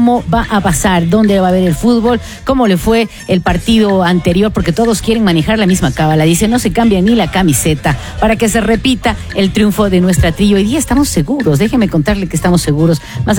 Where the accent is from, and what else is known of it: Ecuador